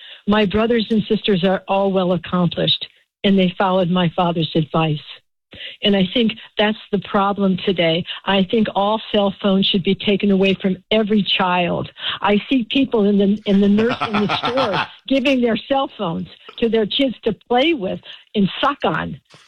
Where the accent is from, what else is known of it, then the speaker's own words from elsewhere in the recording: California, United States; I'm from California. I am 80 years old, so I've lived a very wonderful life. I was born on a farm.